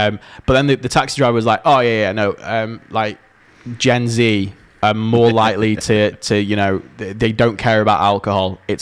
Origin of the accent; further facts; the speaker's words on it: United Kingdom; as a British person who's so used to mocking stuff like this